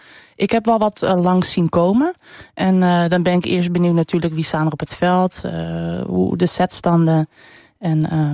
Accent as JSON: {"language": "Dutch", "country": "Netherlands"}